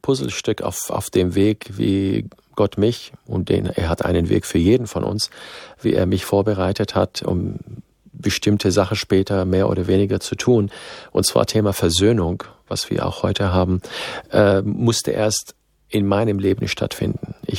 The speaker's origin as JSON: {"language": "German", "country": "Syria", "tie": "born or raised there", "moved": "yes", "lives_now": "Germany", "said": "Also ich bin in Syrien geboren, aufgewachsen, ich habe armenische Vorfahren, also ich habe den Zugang zur arabischen Welt, zur islamischen Welt, zur armenischen Welt, bin nach Deutschland gekommen."}